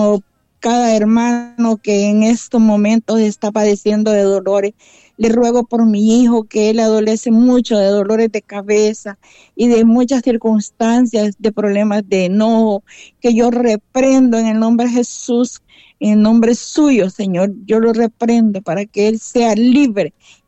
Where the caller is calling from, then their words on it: San Pedro Sula, Cortés, Honduras; Le llamo de San Pedro Sula.